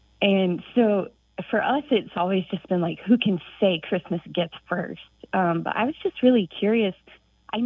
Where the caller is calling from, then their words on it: Tallahassee, Florida, United States; Hi, Grant. … I'm calling from Tallahassee, Florida.